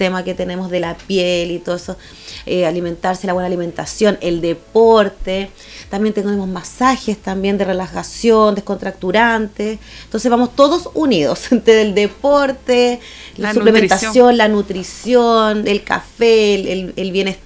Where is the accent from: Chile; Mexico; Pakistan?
Chile; Santiago, Santiago Metropolitan Region; moved away as an adult; now in Santa Cruz, Chile; yo soy de Santiago. Vengo de Santiago y quise hacer este proyecto acá.